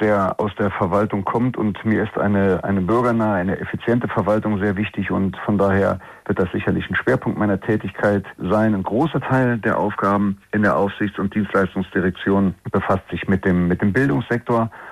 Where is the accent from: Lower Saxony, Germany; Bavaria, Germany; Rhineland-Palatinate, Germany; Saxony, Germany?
Rhineland-Palatinate, Germany; der Kreis ist mein Heimatkreis. Ich fühle mich in dem sehr, sehr, sehr, sehr wohl